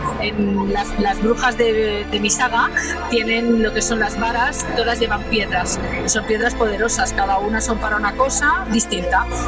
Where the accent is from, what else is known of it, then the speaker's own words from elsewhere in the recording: Barcelona, Catalonia, Spain; nosotros somos de Barcelona.